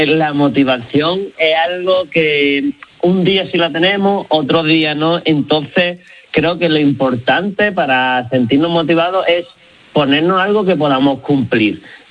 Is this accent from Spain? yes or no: yes; Málaga, Andalusia, Spain; yo soy de Málaga